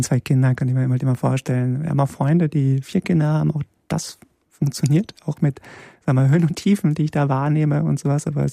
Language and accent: German; Poland